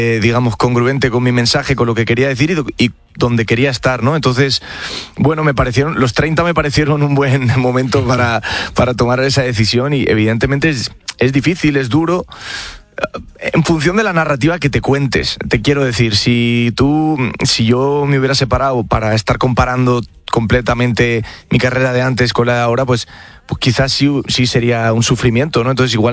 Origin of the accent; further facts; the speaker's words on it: Spain; born there; a pesar, yo soy nacido en España, pero me tocó muy de cerca y me toca muy de cerca toda la historia